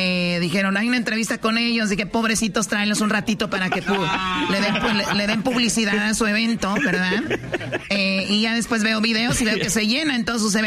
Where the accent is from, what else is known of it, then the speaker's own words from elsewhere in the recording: Jiquilpan, Michoacán, Mexico; Yo, como yo a veces digo, soy de Jiquilpan, para no decir que soy de Morelia, porque luego no van a conocer Morelia.